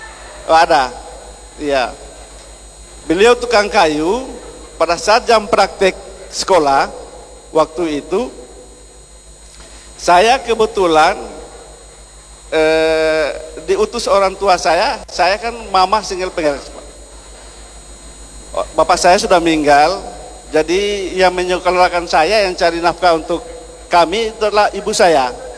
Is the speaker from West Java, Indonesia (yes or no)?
no; Ternate, North Maluku, Indonesia; now in Papua, Indonesia; asal dari Dufa-Dufa.